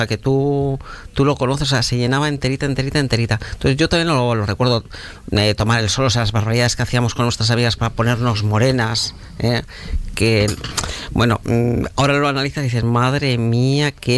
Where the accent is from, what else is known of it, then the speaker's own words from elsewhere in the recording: Gumiel, Castile and León, Spain; descendientes de Gumiel, porque yo tengo una sobrina que no ha nacido, pero es que lo siente como suyo, mi pueblo.